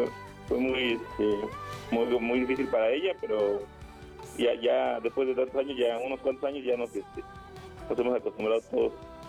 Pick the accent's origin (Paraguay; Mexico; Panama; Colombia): Mexico; Tehuacán, Puebla; now in Tula, Mexico; nosotros somos originarios de Tehuacán, Puebla, nos venimos a vivir aquí a Tula por trabajo.